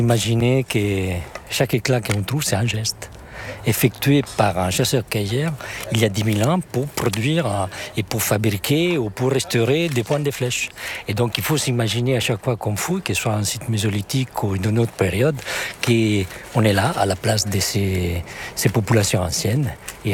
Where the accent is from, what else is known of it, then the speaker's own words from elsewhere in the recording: Italy; French is a second language; moved away as an adult; now in France; je suis un archéologue italien, mais j'habite en France depuis pas mal d'années.